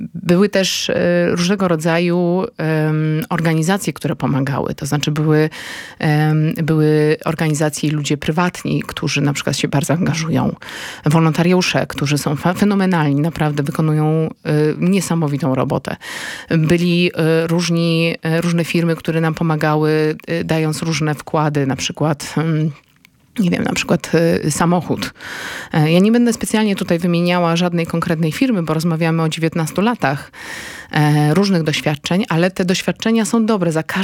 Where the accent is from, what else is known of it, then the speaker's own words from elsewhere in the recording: Warsaw, Masovian Voivodeship, Poland; jestem warszawianką